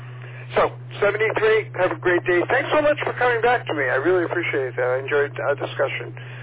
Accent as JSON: {"language": "English", "region": "Florida", "country": "United States", "tie": "born or raised there", "moved": "as an adult", "lives_now": "Oregon, United States", "said": "I grew up in South Florida, and I counted the days till I got away. I actually went back to school, so I left and I moved to Oregon to go to graduate school."}